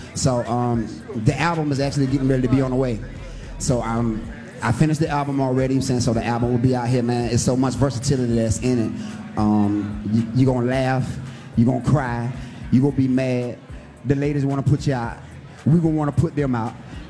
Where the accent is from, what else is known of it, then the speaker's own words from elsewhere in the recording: South Carolina, United States; 803 is the area code where I'm from. We're from the Midlands right there in South Carolina, so.